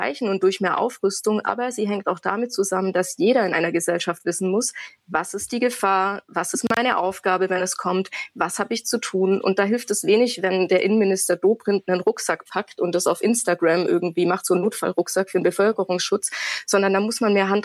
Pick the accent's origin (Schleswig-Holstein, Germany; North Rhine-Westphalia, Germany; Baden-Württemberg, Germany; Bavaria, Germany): Baden-Württemberg, Germany; born or raised there